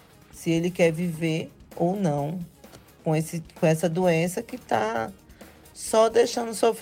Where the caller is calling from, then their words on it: Recife, Pernambuco, Brazil; sou de Boa Viagem.